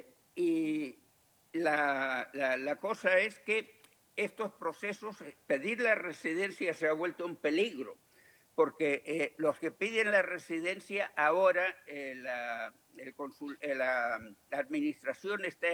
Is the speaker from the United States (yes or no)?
yes; United States; Nosotros los estadounidenses